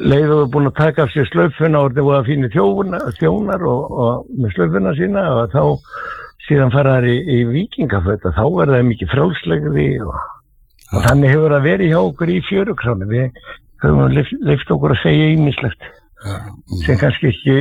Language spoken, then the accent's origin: Icelandic; Reykjavík, Capital Region, Iceland; Já, ég fættur á uppalinn í Klefsóttinu